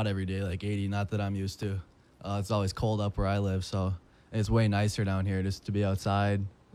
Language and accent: English; Houghton, Michigan, United States; No, I'm from Houghton, Michigan. It's like 5 hours west.